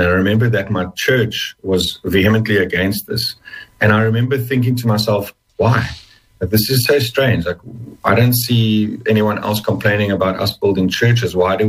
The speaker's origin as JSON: {"language": "English", "country": "South Africa", "tie": "born or raised there", "said": "growing up in South Africa, very conscious that I was Afrikaans, very conscious that I was a white Afrikaans guy"}